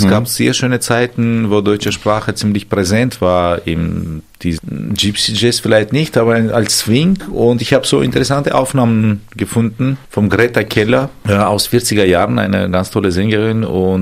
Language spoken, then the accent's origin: German; Yerevan, Armenia; German is a second language; also born or lived in Berlin; now in Rostock, Germany; ich komme aus Jerewan, das ist die Hauptstadt von Armenien, mit 1 Million Einwohner. Ist ein großer Stadt und passiert sehr viel musikalisch und kulturell und allgemein.